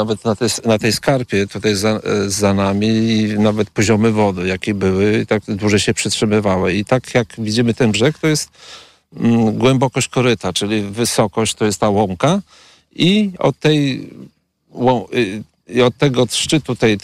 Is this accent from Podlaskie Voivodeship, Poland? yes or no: yes; Wizna, Podlaskie Voivodeship, Poland; Tak, jestem z Wizny i tutaj jestem rolnikiem.